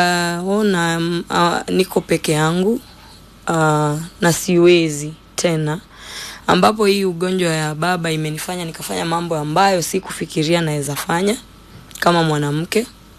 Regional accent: Meru County, Kenya; born there; Nimezaliwa Meru County.

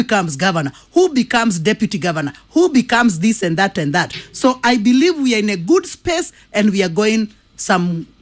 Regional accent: Kenya; I come from the Kikuyu culture.

